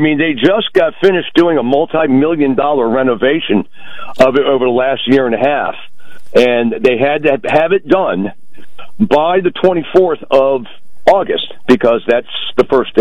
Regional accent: Washington, District of Columbia, United States; Born in Sibley Hospital.

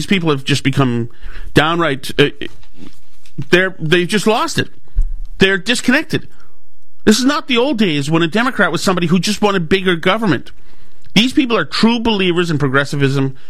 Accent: Winchester, Massachusetts, United States; I grew up in Winchester. We used to have the Sachems.

